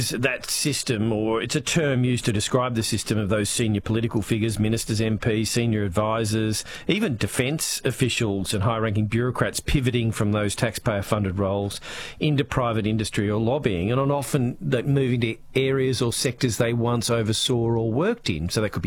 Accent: Queensland, Australia; my home state of Queensland is actually number one

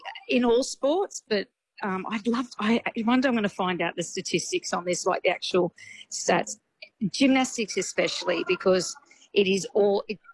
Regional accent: New South Wales, Australia; now in Brisbane, Australia; As you know, I think most people know we're from the Illawarra. My husband still resides in Shell Harbour. And I'm up in Brisbane or down the Gold Coast now with Ruby

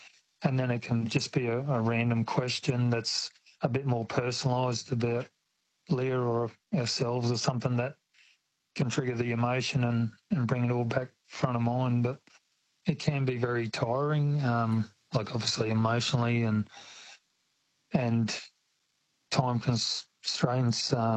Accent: Australia; Being an Aussie, that's always been keen to have a go doing whatever you can yourself.

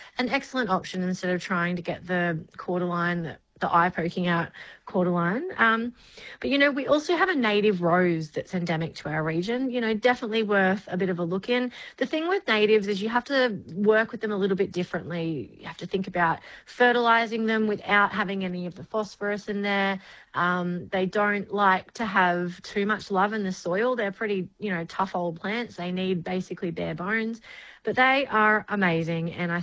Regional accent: Queensland, Australia; born there; moved away; I'm a Queenslander.

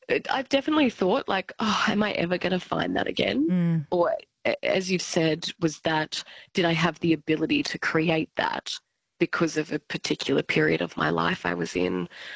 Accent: Albury, New South Wales, Australia; In Albury Wodonga, so I'm from Albury.

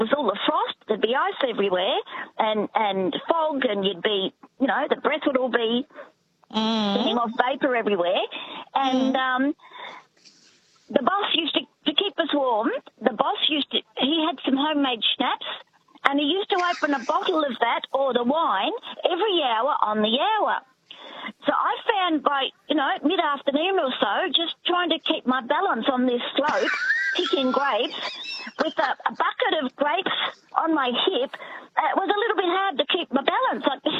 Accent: Ballarat, Victoria, Australia; also born or lived in Indonesia; I grew up in Ballarat, but I grew up with an intolerance of the cold. I've escaped it. And I lived in Indonesia for 5 years.

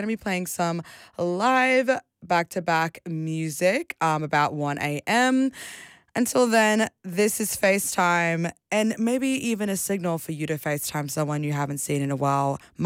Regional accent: Brisbane, Queensland, Australia; But I did grow up here, I promise. I actually was originally from Brisbane, but here I am as an Australian and I love it.

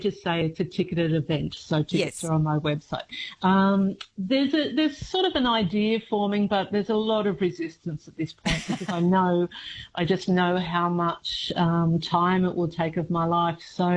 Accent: Tamworth, New South Wales, Australia; I grew up in Tamworth, and drought really shaped my teenage years.

